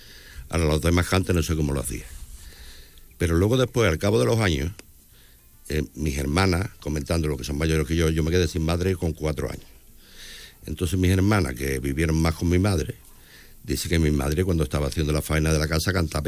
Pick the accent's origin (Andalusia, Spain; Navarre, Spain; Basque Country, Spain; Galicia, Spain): Andalusia, Spain; Mairena; born there; Yo nací en Mairena.